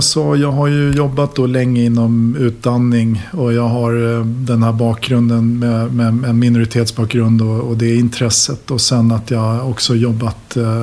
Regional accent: Sweden; moved away as an adult; also born or lived in Finland; now in Norway; jag har finskt pass och så har jag vuxit upp I Sverige och så jobbat I Norge I över 15 år. Men den där finska bakgrunden är ju har gett mig en minoritetsbakgrund då

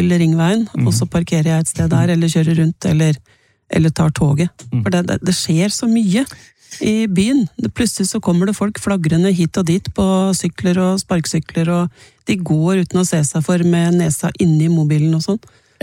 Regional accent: Oslo, Norway; jeg er født og oppvokst i Oslo, og vet hvor ting ligger i forhold til hverandre

